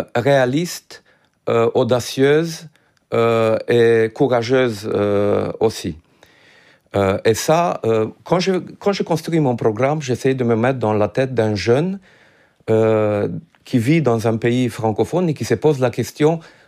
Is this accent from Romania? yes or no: yes; Romania; Moi, je viens d'un pays d'Europe de l'Est, donc qui a construit aussi une partie de sa culture sur le français.